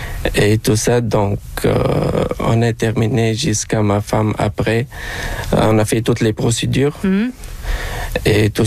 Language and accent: French; Tunisia; moved away as an adult; now in Quebec, Canada; ma femme, elle a resté pendant un an chez nous, à Tunisie